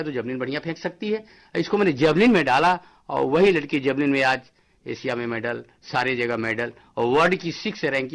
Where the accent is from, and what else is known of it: Dabaria, Uttar Pradesh, India; born or raised there